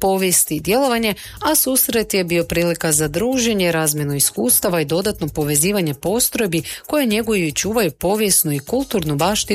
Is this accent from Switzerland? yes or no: no; Croatia; kod nas u Hrvatskoj